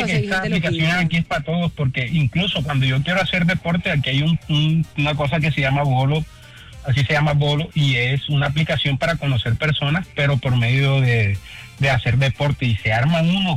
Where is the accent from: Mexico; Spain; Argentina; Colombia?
Colombia; Barranquilla, Atlántico; Es como una vez allá cuando estaba en Barranquilla, yo soy de Barranquilla